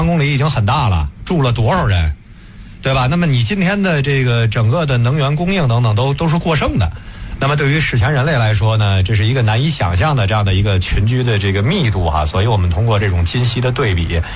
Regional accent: China; 为什么我们中国人这么注重修史，我们每一个中国的孩子，尤其是男孩子，从小就知道诸葛亮和关云长

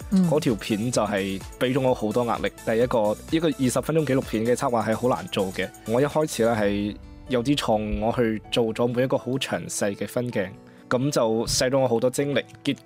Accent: Guangzhou, Guangdong, China; 大家好，我系嚟自广东广州嘅

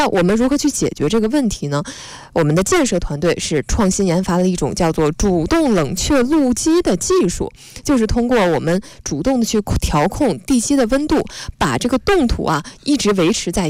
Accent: Harbin, Heilongjiang, China; 那最后一段要说我的家乡黑龙江哈尔滨到伊春的高铁，最快1小时46分钟就可以到达了啊。

